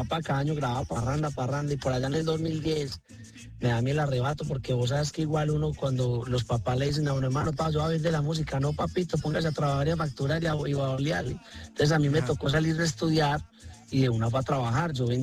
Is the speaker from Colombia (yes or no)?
yes; El Carmen de Viboral, Antioquia, Colombia; yo soy del Carmen, que es ahí al ladito.